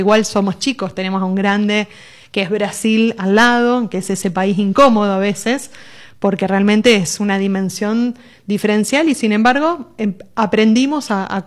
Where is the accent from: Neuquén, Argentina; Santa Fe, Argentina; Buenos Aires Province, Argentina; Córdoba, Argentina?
Santa Fe, Argentina